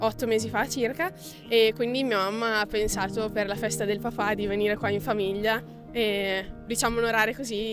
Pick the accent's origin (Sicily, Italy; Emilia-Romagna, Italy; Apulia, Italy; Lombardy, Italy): Emilia-Romagna, Italy; Ferrara; Veniamo da Ferrara, in Emilia-Romagna, e siamo venuti qua un po' per la festa del papà